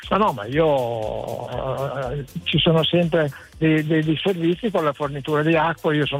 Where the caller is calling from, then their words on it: Ferrara, Emilia-Romagna, Italy; Io non sono di Ortona, sono di Ferrara, però possiedo un immobile in una frazione del comune di Ortona.